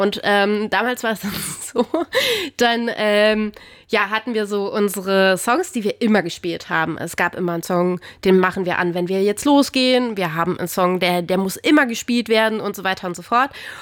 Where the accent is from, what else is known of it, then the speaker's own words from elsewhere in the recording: Saarbrücken, Saarland, Germany; moved away; ich komme ursprünglich aus Saarbrücken und ich habe da in so einer WG gewohnt